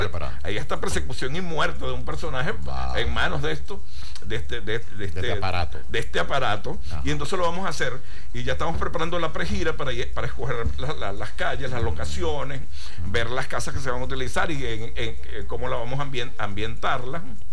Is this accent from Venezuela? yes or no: yes; Caripito, Monagas, Venezuela; born there; yo nací en Caripito.